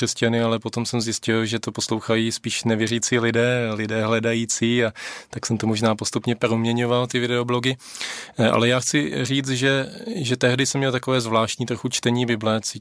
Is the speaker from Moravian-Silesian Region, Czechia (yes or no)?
no; Kolín, Central Bohemian Region, Czechia; pocházím z Kolína, tam mají takovou výtečnou pekárnu